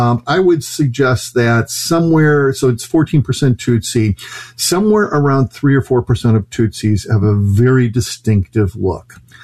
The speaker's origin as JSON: {"language": "English", "town": "Chicago", "region": "Illinois", "country": "United States", "tie": "born or raised there", "said": "You know, it's like I grew up in Chicago and there was an Italian family and a Catholic family across the street and another ethnicity down the street."}